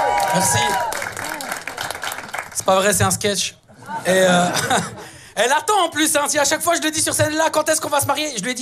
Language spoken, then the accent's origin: French; Italy; Moi, je croyais en cette belle phrase, tu vois, je suis italien, hyper romantique